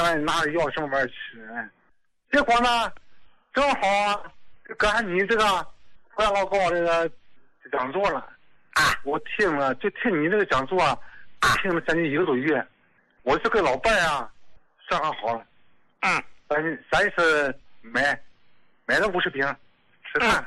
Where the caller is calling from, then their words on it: Dalian, Liaoning, China; 我是大连的。